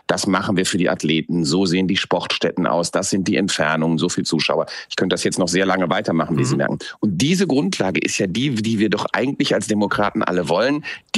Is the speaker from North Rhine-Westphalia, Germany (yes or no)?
yes; Krefeld, North Rhine-Westphalia, Germany; Der geborene Uerdinger und Niederrheiner, das ist ja die Fortentwicklung des Rheinländers